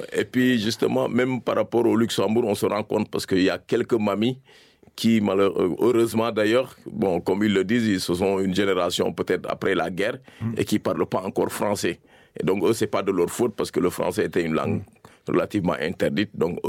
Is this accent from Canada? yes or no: no; Senegal; moved away as an adult; also born or lived in Paris; Alors, j'ai quitté le Sénégal à 22 ans, oui. 22, 23, j'avais. Et je suis connu continuer mes études à Paris d'abord.